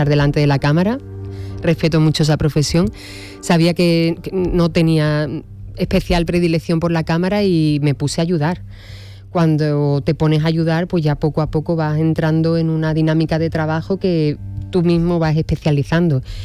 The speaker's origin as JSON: {"language": "Spanish", "town": "Huelva", "region": "Andalusia", "country": "Spain", "said": "Y yo soy onubense también, así es que era cerrar un círculo interesante, sí."}